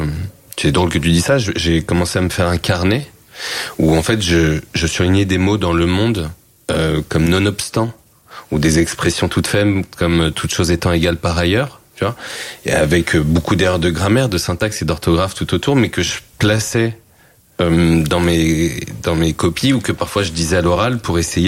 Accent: Île-de-France, France; moved away; je venais de Seine-Saint-Denis

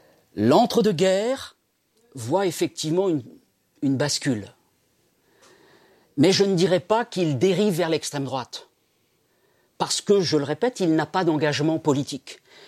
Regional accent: Centre-Val de Loire, France; born there; suis breton. Parce que mon grand-père habitait à côté de Fougères. Mais moi, je suis né en Eure-et-Loire.

